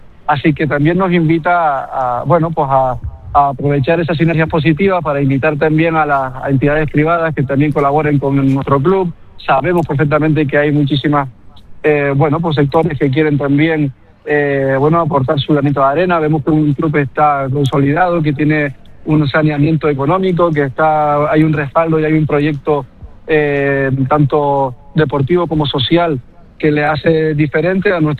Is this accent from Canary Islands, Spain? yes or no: yes; San Cristóbal de La Laguna, Canary Islands, Spain; como aficionado, como lagunero, como canario